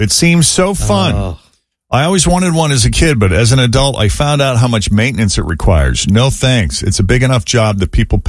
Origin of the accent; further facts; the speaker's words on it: East Coast, United States; moved away; Even growing up on the East Coast, very little watercraft experience.